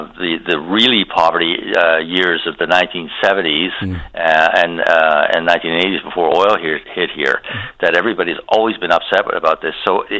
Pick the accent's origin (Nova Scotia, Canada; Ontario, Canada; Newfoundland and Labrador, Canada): Newfoundland and Labrador, Canada; Carbonear; You know, growing up in Carbonear, you know, when I became aware of understanding a little bit about economics